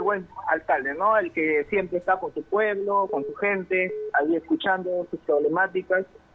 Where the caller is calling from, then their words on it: Tucumán, Lambayeque, Peru; netamente tucumano.